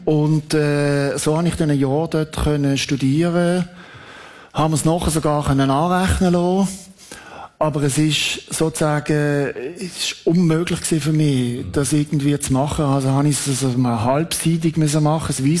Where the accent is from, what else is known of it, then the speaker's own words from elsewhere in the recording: Switzerland; ich bin Schweizer, mir ist da, ich bin neutral, ich laufe jetzt da rein.